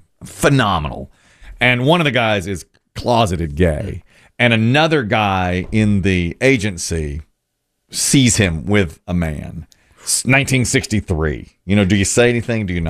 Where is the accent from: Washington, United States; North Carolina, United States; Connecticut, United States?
North Carolina, United States; Asheboro; My daughter told me last night that Caleb, the kid from Ashboro, my hometown, who was on Love Island, is now off the island.